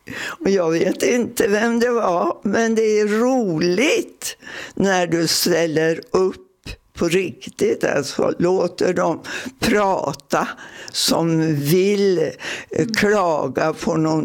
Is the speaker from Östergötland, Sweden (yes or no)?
no; Jämtland County, Sweden; now in Pixbo, Sweden; jag är från Jämtland